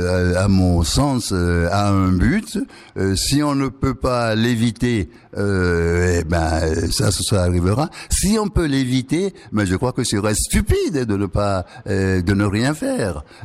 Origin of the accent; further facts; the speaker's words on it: Togo; moved away; j'ai quitté le Togo pays colonisé. Et quand je suis revenu 12 ans plus tard dans ce pays indépendant, je ne comprenais pas. On m'a dit que mon pays était indépendant